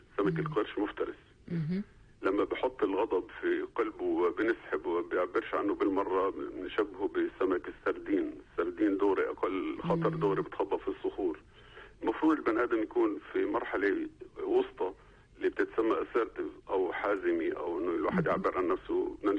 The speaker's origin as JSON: {"language": "Arabic", "country": "Palestine", "said": "وإحنا كشعب فلسطيني"}